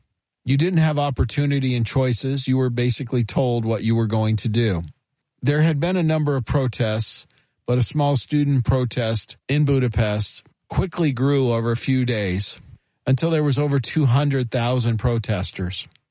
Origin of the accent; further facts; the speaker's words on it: United States; born there; I'm first-generation American. … is a Hungarian name. I was born here in the United States. My dad escaped from Hungary in 1956.